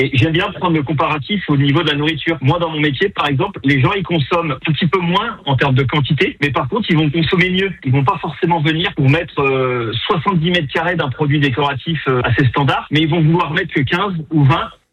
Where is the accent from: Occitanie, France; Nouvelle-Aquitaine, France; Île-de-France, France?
Nouvelle-Aquitaine, France; Montmorillon; Moi, mon showroom, il est basé à Montmorillon, parce que je suis originaire de Montmorillon, mais je travaille toutes les semaines sur Poitiers